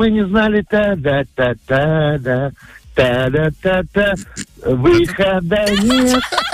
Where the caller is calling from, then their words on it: Daugavpils, Latgale, Latvia; Здравствуйте … из Даугавпилса.